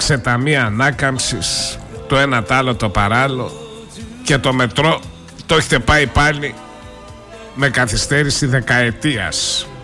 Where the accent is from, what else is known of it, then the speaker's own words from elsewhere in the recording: Trikala, Thessaly, Greece; στα Τρίκαλα, την πατρίδα μου.